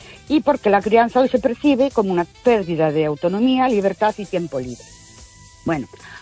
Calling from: Ourense, Galicia, Spain; Buenas noches. … de Orense otra vez.

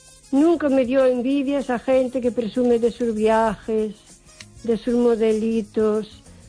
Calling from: O Carballiño, Galicia, Spain; de Carballiño.

